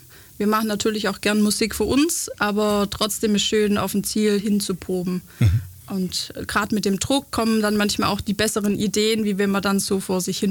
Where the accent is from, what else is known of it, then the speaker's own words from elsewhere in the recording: Neckarhausen, Baden-Württemberg, Germany; Die Cindy, der Thomas und ich, wir kommen alle aus Neckarhausen, so ein Dorf. Und sind zusammen aufgewachsen, wurden zusammen getauft.